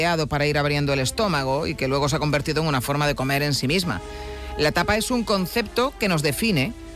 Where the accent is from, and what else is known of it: Seville, Andalusia, Spain